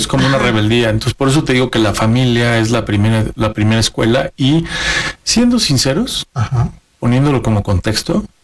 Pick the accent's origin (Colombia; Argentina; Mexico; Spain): Mexico; así somos los mexicanos